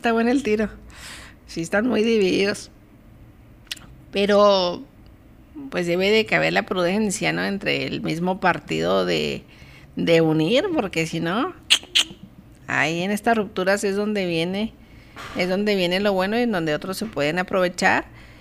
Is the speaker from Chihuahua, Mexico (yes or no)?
yes; Chihuahua, Mexico; Mi tierra, o sea, su tierra realmente, digo, todos somos de Chihuahua, pero es de Juárez.